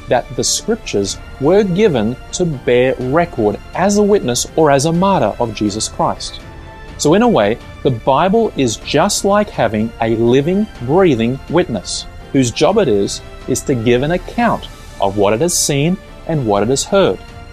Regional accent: Bowral, New South Wales, Australia; from Bowral, and you're listening to Faith FM right across Australia.

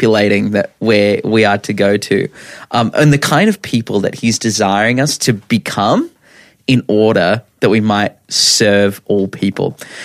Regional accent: Lake Macquarie, New South Wales, Australia; we came from Wonji, you know, like, that was where you know, coming down from Lake Mac

